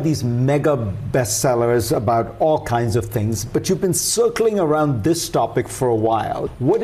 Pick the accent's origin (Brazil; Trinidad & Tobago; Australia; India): India; now in United States; I grew up outside America, I grew up in India